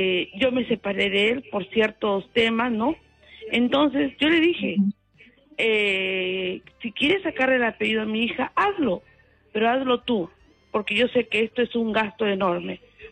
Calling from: Pacanguilla, La Libertad, Peru; Pacanguilla, que pertenece a la provincia de Chepe.

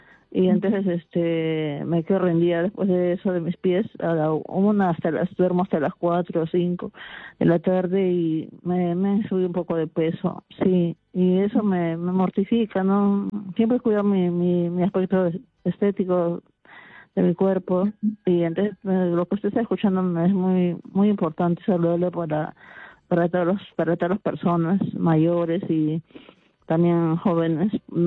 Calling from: Lima, Peru; Yo vivo en Trujillo, vivo acá en Lima.

